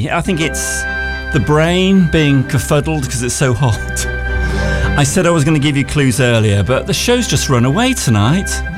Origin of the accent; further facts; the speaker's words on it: Marlborough, South West England, United Kingdom; Yeah, I think, because I grew up in Marlborough, and I think I remember the ladybirds as well.